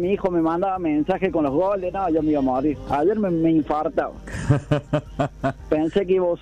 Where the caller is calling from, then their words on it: Santa Ana, Córdoba, Argentina; Soy camionero, soy de Altagracia, soy en realidad de Santa Ana, camino a Altagracia.